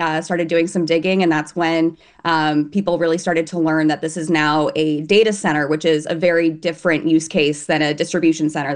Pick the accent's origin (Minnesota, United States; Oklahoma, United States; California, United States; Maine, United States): California, United States; Gilroy; I mean, I grew up in Gilroy. I went to Gilroy High School